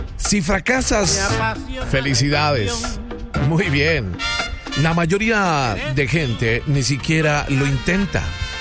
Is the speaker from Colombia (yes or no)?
yes; Colombia; nos ven como los colombianos